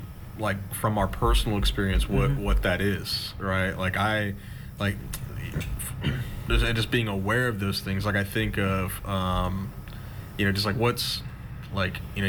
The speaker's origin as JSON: {"language": "English", "town": "Helotes", "region": "Texas", "country": "United States", "tie": "born or raised there", "said": "my time here in Texas growing up in Helotes and whatnot"}